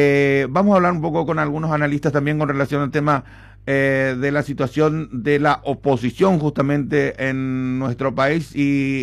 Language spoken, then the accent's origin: Spanish; Paraguay